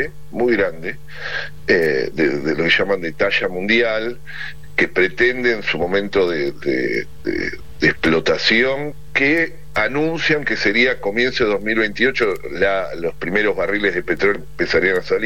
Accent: Argentina; debemos como argentinos

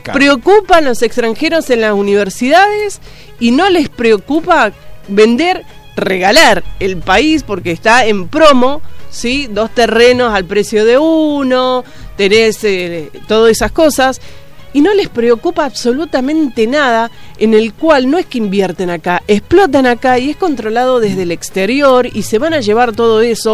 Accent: Argentina

